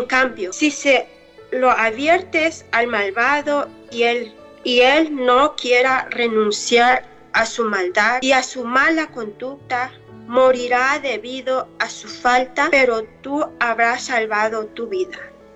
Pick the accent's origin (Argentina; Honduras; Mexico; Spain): Mexico; Chitumacla, Guerrero; now in Arkansas, United States; Yo soy de aquí, de la comunidad de Arkansas, pero yo vengo de México, Guerrero. Vengo de un pueblito llamado Chitumacla